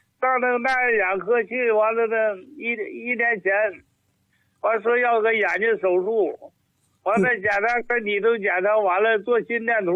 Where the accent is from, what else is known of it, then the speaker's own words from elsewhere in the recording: Shenyang, Liaoning, China; 我是沈阳的人，辽宁的。